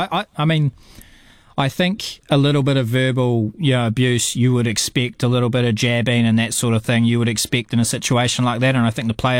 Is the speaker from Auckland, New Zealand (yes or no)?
no; Kapiti, Wellington, New Zealand; growing up in Kapiti, I played for the Raumati Hearts.